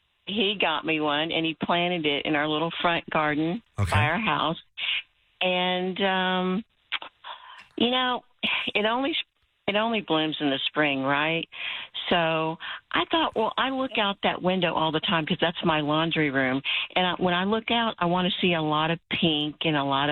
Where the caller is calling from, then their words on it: Boerne, Texas, United States; I'm calling from Bernie.